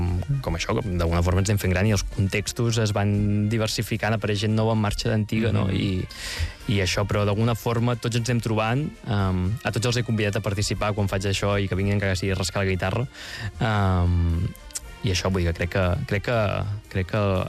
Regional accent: Mataró, Catalonia, Spain; now in Barcelona, Spain; De dir, no, jo no vull ser de Barcelona, jo vull ser de Mataró. Ara soc oficialment de Barcelona. Soc de Sants, diríem.

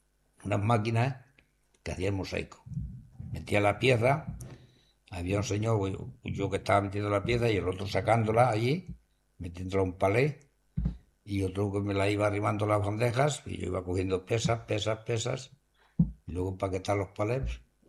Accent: Cubelles, Catalonia, Spain; Yo soy de Cubella, yo cubellense.

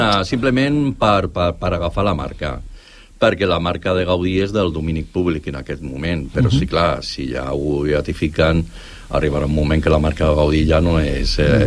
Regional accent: Catalonia, Spain; nosaltres aquí som catalans

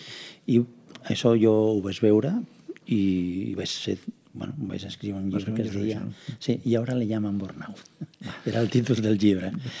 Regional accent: Granada, Andalusia, Spain; now in Catalonia, Spain; jo soc un emigrant, jo soc d'Andalús, jo soc de Granada, i això, clar, jo l'he viscut, la migració l'he viscuda

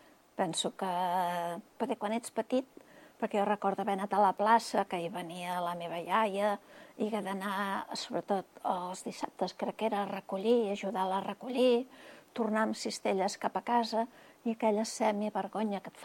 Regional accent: Manresa, Catalonia, Spain; A prop del barri Vell, allà al carrer Sant Salvador, tocar l'Hospital de Sant Andreu. I tota la vida m'he mogut per aquest barri.

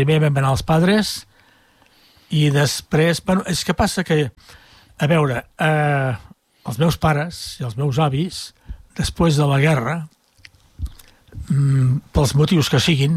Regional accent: Molins de Rei, Catalonia, Spain; Vaig néixer a Molins de Rei, o l'any 39, just quan es havia acabat la guerra, i, bueno, i fins ara. No he canviat de lloc, eh?

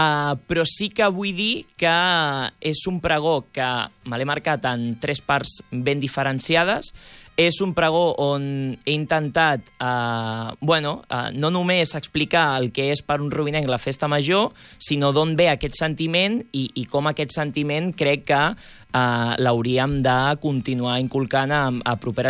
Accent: Rubí, Catalonia, Spain; jo sóc de Rubí de tota la vida i sempre he viscut al barri i bueno, és la ciutat on sóc, on he nascut, on he crescut i on he viscut, o sigui que és la meva ciutat

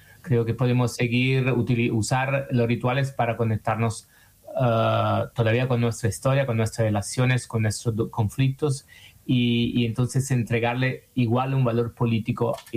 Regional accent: Naples, Campania, Italy; Spanish is a second language; Yo soy de Nápoles, originarios.

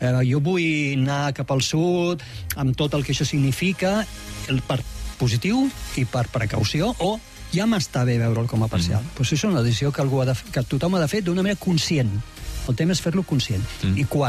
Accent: Tarragona, Catalonia, Spain; Tarragona, al qual estic assessorant, la meva ciutat natal, no?

